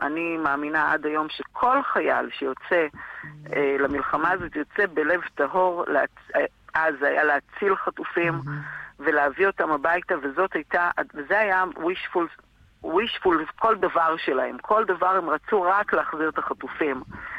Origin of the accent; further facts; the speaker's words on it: Haifa, Haifa District, Israel; born there; נולדתי ב-1966 בחיפה, מקום מאוד מסודר